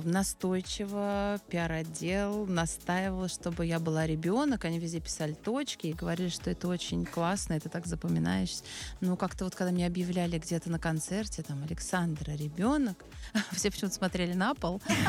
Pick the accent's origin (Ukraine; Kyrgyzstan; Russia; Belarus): Russia; Moscow; born there; я родилась в Москве.